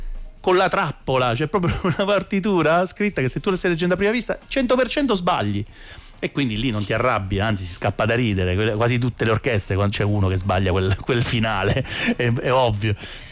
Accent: Abruzzo, Italy; accent: Abruzzese dialect; sì, sono abruzzese, sì. Quando mi parte l'abruzzese mi parte

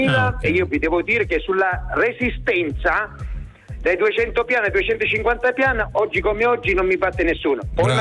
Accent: Montemesola, Apulia, Italy; Sono di un paesino piccolino in provincia di Taranto, Montemesola, 3.000 abitanti, compresi cani e gatti.

